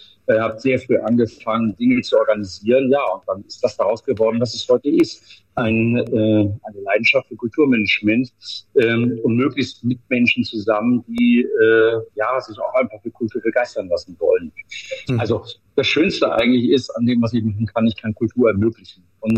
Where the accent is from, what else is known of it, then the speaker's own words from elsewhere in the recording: Kiel, Schleswig-Holstein, Germany; moved away as an adult; now in Bavaria, Germany; habe ein Theaterfestival auch in meiner Heimatstadt Kiel gemacht